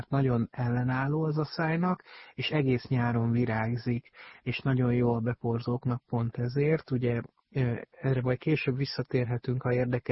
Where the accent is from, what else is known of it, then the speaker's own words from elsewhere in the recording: Abda, Győr-Moson-Sopron, Hungary; mert vidéken nőttem fel egy kis faluban, Dunántúlon, Abdán, Győr mellett, és az egész családom kertészkedett